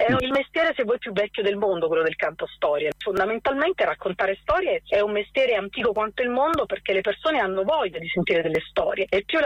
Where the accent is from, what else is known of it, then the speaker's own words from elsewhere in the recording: Nocera Inferiore, Campania, Italy; io sono originaria di Nocera Interiore, che poi è la cittadina dove abbiamo girato quasi tutto il film